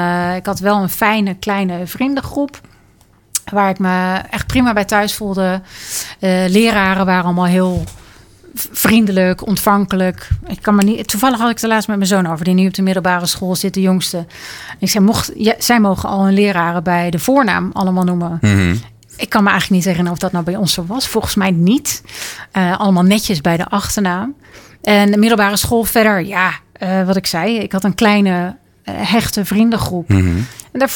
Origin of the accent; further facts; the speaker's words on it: Bilthoven, Utrecht, Netherlands; Ik kom niet uit IJsmeer of Kudelstaart oorspronkelijk. Ik kom uit Bilthoven, uit een vrij klein dorp. Alhoewel, het heeft volgens mij ook rond de 40.000 inwoners. Het was een dorp vrij beschermd, opgevoed, mijn ouders.